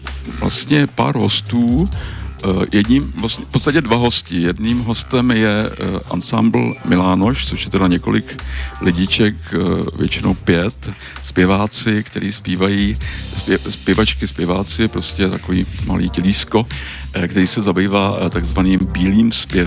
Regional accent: Plzeň, Plzeň Region, Czechia; Jako v Praze to moc patrné není, ale já jsem třeba z Plzně, tak tam jako najdeme nějaký jako lidový soubory.

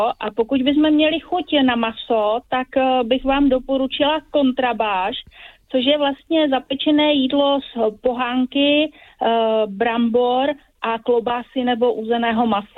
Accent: Zlín Region, Czechia; ale můžeme také ochutnat frgál, nebo u nás na Valašsku se také říká vdolek, s ořechovou náplní.

